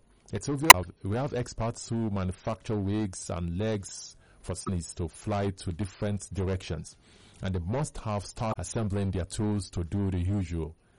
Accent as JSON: {"language": "English", "region": "South", "country": "Nigeria", "said": "I'm from South, but I don't believe in tribal."}